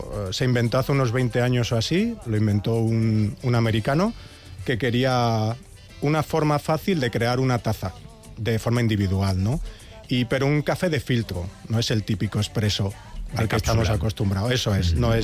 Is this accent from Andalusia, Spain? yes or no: no; Extremadura, Spain; Ah, de Extremadura.